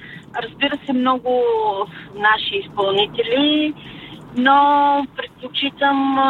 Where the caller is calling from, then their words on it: Dryanovo, Gabrovo Province, Bulgaria; от Дряново.